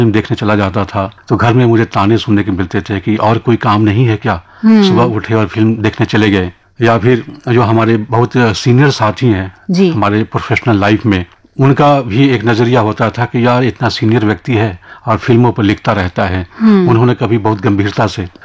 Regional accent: Bihar, India; born there; मेरा जन्म बिहार में हुआ है। बिहार का एक बहुत ही प्रसिद्ध जिला है

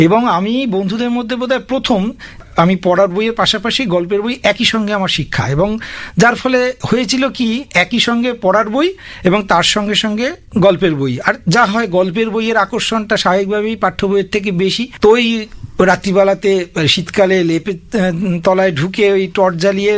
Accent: Konnagar, West Bengal, India; এটা হচ্ছে পঞ্চায়েত এলাকা, সেই নবগ্রাম পঞ্চায়েত এলাকায় আমার জন্ম, আমার বেড়ে ওঠা, আমি আজ 50 বছর বয়স পর্যন্ত ওখানেই আছি এবং আমার ইচ্ছে আছে বাকি জীবনটা ওখানেই থাকার।

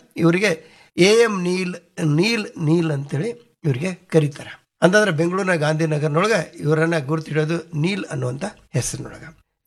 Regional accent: Bidar, Karnataka, India; ನಮ್ಮೂರಾಗಿರುವಂತಹ ಬೀದರ್ನ

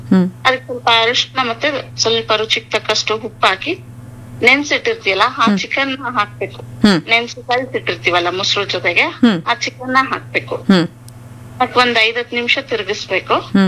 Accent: Mandya district, Karnataka, India; now in Bengaluru, India; ನಾವು ಮೂಲತಃ ಮಂಡ್ಯ ಜಿಲ್ಲೆಯವರು.

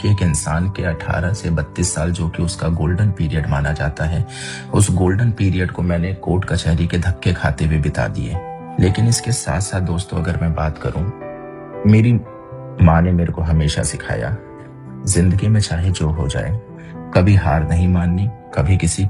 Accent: Delhi, India; मैं दिल्ली का रहने वाला हूँ।

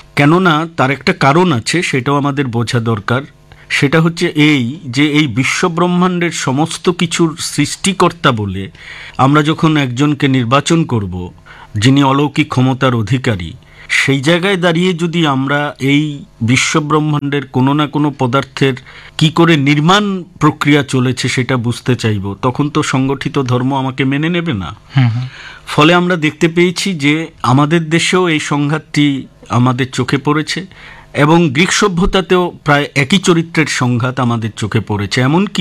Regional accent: India; কিন্তু একজন ভারতীয় হিসেবে যে কথাটা বলতে ভালো লাগছে

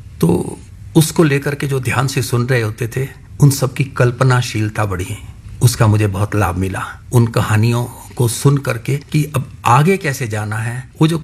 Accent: Haryana, India; born there; Hindi is a second language; मेरा जन्म अविभाजित पंजाब, आज वो क्षेत्र हरियाणा में है, करनाल के एक छोटे से गाँव में हुआ।

